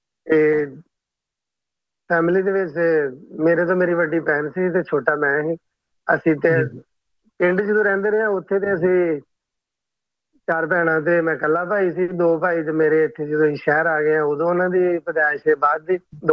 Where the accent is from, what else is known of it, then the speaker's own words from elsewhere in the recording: Punjab, Pakistan; now in Muscat, Oman; ਮੈਂ ਚੱਕਰਗੜ੍ਹ ਤੋਂ ਬਿਲੋਂਗ ਕਰਨਾ ਸਰਹੱਦੀ ਏਰੀਆ ਬਾਰਡਰ ਲਾਈਨ ਤੋਂ ਬਿਲਕੁਲ ਜ਼ੀਰੋ ਲਾਈਨ ਤੇ ਜਲਾਲਾ ਸ਼ਰੀਫ ਪਿੰਡ ਦਾ ਨਾਂ ਹੈ ਅੱਜ ਵੀ ਆਬਾਦ ਇੰਡੀਆ ਪਾਕਿਸਤਾਨ ਬਣਨ ਤੋਂ ਪਹਿਲਾਂ ਦਾ ਆਬਾਦ ਹੈ ਹਾਂਜੀ ਚੱਕਰਗੜ੍ਹ ਦਾ ਸਰਹੱਦੀ ਏਰੀਆ ਜ਼ੀਰੋ ਲਾਈਨ ਤੇ ਜਲਾਲਾ ਸ਼ਰੀਫ ਦੇ ਪਿੰਡ ਦੇ ਨਾਲ ਇੱਕ ਛੋਟਾ ਜਿਹਾ ਪਿੰਡ